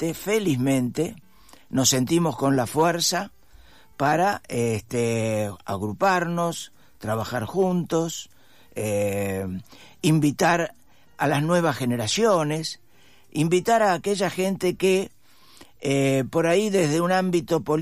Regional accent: Argentina

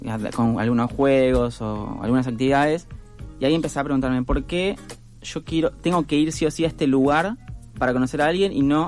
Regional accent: Buenos Aires, Argentina; now in Montevideo, Uruguay; yo soy de Buenos Aires

